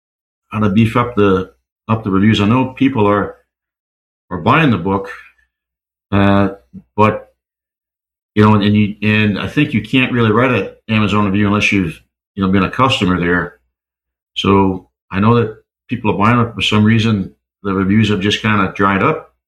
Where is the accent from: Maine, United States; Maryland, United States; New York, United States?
Maine, United States; born or raised there